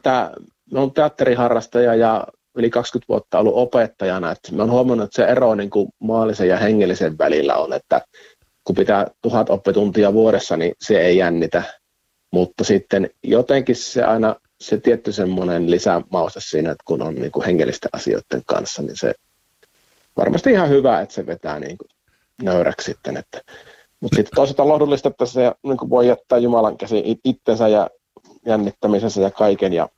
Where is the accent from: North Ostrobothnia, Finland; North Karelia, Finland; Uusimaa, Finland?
North Karelia, Finland; Joensuu; moved away as an adult; now in Ähtäri, Finland; Joo, no Joensuusta olen kotoisin, että Joensuun poikia.